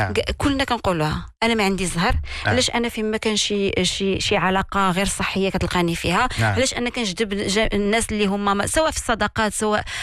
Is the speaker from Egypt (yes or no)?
no; Morocco; حنا كمغاربه